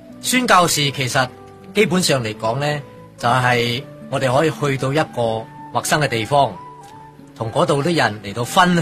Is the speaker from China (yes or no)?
no; Ipoh, Perak, Malaysia; 我哋系霹雳州怡保。